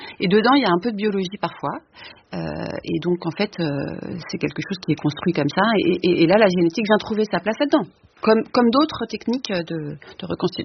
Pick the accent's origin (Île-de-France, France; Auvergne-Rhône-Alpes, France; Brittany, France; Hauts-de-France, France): Île-de-France, France; Paris; born there; je suis née à Paris, donc je vais être étiquetée parisienne, alors que j'ai une partie de ma famille qui est russe, une autre partie qui est du nord de la France.